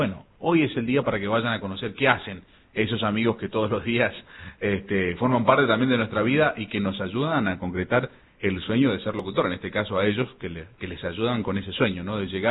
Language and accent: Spanish; Mendoza, Argentina; nos orgullece mucho, nos orgullece mucho también como mendocinos